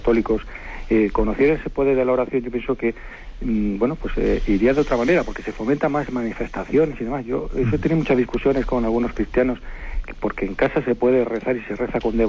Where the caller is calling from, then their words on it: Zaragoza, Aragon, Spain; de Zaragoza.